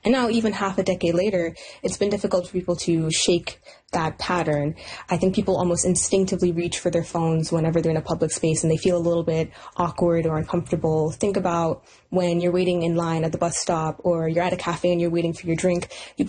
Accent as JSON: {"language": "English", "town": "Richmond", "region": "British Columbia", "country": "Canada", "tie": "born or raised there", "said": "growing up in Richmond City Center, Richmond is an immigrant city. Richmond City Center is an immigrant neighborhood."}